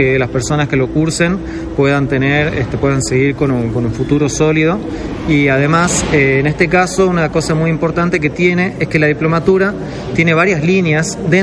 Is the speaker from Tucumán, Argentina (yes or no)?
yes; Tucumán, Argentina; somos todos docentes tucumanos también.